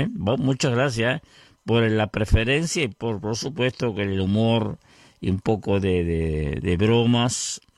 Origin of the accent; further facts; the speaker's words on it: Vergara, Treinta y Tres, Uruguay; un abrazo para la gente de mi pueblo, de Vergara.